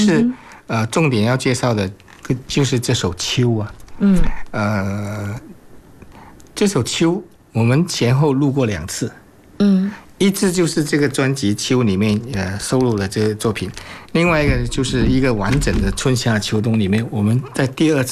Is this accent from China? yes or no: no; Singapore; moved away; also born or lived in Hong Kong; 因为他是印尼华侨，我是新加坡华侨嘛，我们会说一些土话啦。